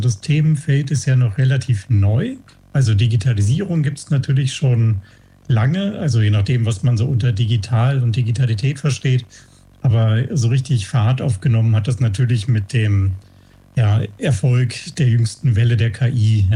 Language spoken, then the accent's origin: German; Berlin, Germany; born or raised there; moved away as an adult; also born or lived in Hamburg; now in Ingolstadt, Germany